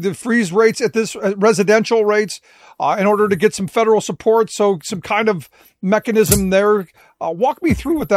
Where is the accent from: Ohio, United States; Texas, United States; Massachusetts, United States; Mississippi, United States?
Ohio, United States; Cleveland; No, look, I grew up in Cleveland, and this, I hate to cut you off, but I grew up in Cleveland.